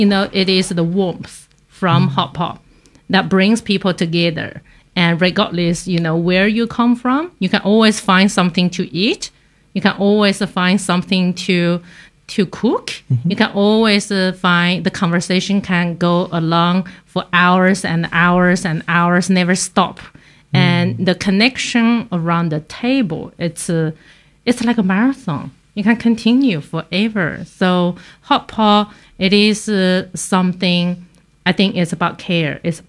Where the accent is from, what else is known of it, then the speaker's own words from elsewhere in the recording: Sichuan, China; moved away; I'm from Sichuan.